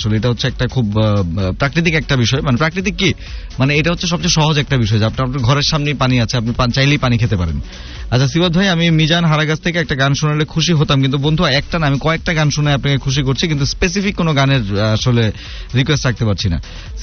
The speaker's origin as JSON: {"language": "Bangla", "town": "Dhaka", "region": "Dhaka Division", "country": "Bangladesh", "tie": "born or raised there", "said": "গ্রামের বাড়ি, আমি ঢাকার স্থানীয়, পুরান ঢাকার, পুরান ঢাকার কাছাকাছি।"}